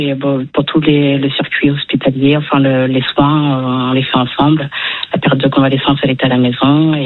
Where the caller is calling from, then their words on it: Dakar, Senegal; je suis à Dakar, donc à 60 km.